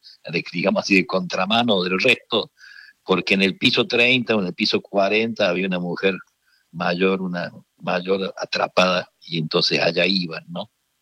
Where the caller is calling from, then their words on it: Córdoba, Argentina; Sí, estoy aquí a mi tierra.